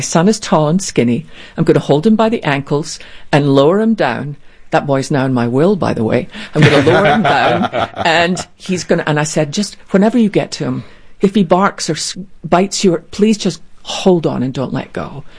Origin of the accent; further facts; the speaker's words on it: Scotland, United Kingdom; when I was growing up in Scotland at our little church, I loved our Tuesday night prayer meeting.